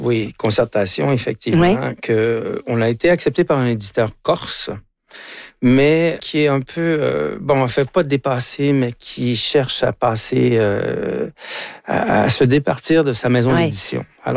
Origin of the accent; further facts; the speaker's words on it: Quebec, Canada; Sauf que maintenant, j'y vais en tant que Québécois.